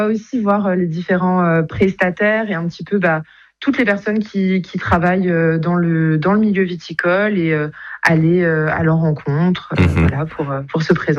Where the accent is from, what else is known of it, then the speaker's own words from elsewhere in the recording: Katzenthal, Grand Est, France; je suis originaire de Katzenthal, donc c'est quand même une commune viticole, donc j'ai toujours vu les tracteurs, été entouré de vignes, fait des balades dans les vignes